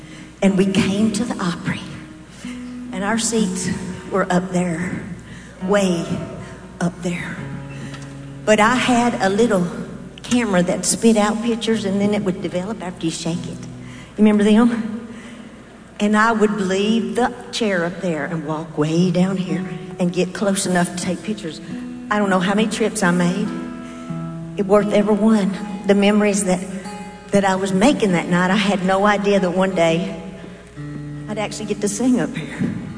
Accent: Texas, United States; So, I am from Texas.

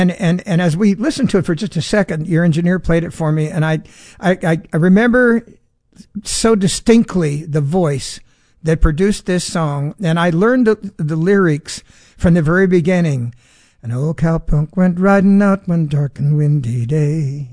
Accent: Sacramento, California, United States; growing up in Sacramento, California, on my grandparents' sharecropper's farm.

